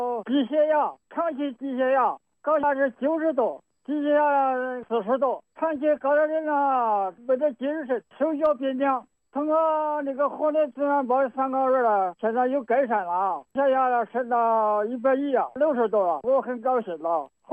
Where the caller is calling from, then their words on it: Yichang, Hubei, China; 我是宜昌的，宜昌小店头，